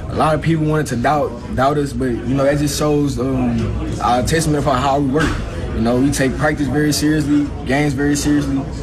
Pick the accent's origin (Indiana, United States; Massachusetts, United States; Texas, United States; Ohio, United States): Texas, United States; moved away; I'm from Texas